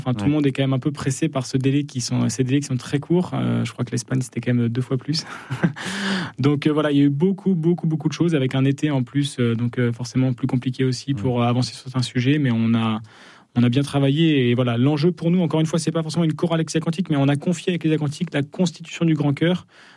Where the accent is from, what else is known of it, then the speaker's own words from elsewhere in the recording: Chambéry, Auvergne-Rhône-Alpes, France; Mais j'en suis, je viens de Chambéry.